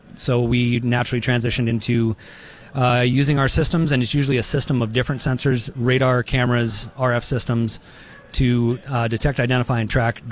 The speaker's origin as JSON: {"language": "English", "town": "Park Rapids", "region": "Minnesota", "country": "United States", "tie": "born or raised there", "also_born_or_lived": "Winona, Minnesota / Idaho", "moved": "as an adult", "lives_now": "Grand Forks, United States", "said": "I I grew up in Park Rapids, Minnesota, was stationed at Grand Forks Air Force Base while I was in the Air Force starting in the 90s, made my way back here."}